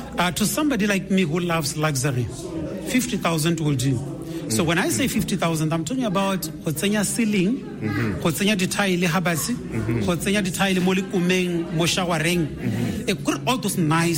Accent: Nkange, Matabeleland North, Zimbabwe; I'm from Nkange. Yes.

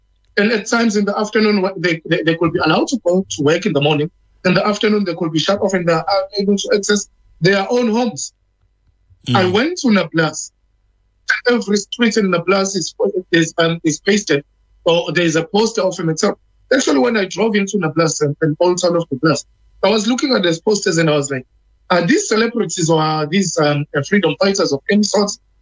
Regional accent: KwaZulu-Natal, South Africa; I'm one activist from South Africa in KZN, and the truth is not to be quiet.

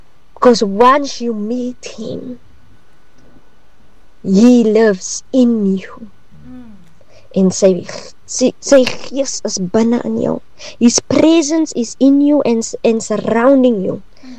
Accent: Klawer, Western Cape, South Africa; ek is alipad van Klawer en ek dien by Volle Evangelie Kerk in Klawer.

